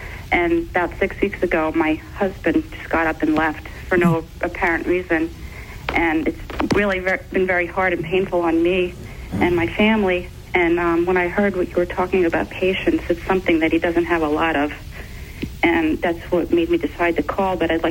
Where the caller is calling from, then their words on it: Oakland, New Jersey, United States; I'm from Oakland, New Jersey.